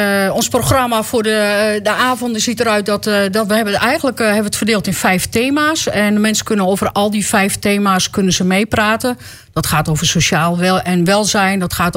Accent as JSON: {"language": "Dutch", "country": "Netherlands", "moved": "as an adult", "lives_now": "Marknesse, Netherlands", "said": "Want ik kom uit Lubbelgeest. Maar toen ik 21 was getrouwd en ben ik in Mark Nessen terechtgekomen. En daar altijd gesport, gewerkt."}